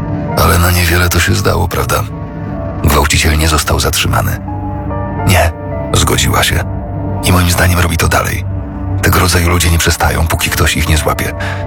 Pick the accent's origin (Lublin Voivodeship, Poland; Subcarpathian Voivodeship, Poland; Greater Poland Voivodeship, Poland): Subcarpathian Voivodeship, Poland; Ale to żaden problem pojechać do mojej wsi na Podkarpaciu i zrobić krzywdę mojej mamie